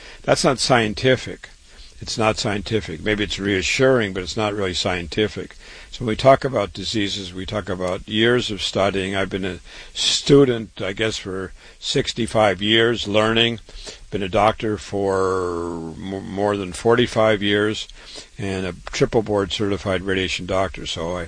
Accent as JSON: {"language": "English", "town": "Waterloo", "region": "Iowa", "country": "United States", "tie": "born or raised there", "said": "I was born and raised in Waterloo, Iowa."}